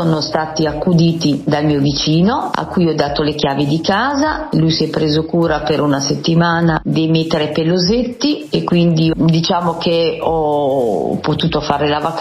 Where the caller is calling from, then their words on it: Pesaro, Marche, Italy; da Pesaro